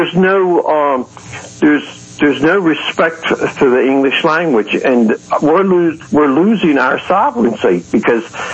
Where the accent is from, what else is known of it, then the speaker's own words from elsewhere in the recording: Baltimore, Maryland, United States; We grew up in Southwest Baltimore. More right across from the Lithuanian Hall, and that was a not bad area, but it was still surrounding the city itself, in the heart of the city.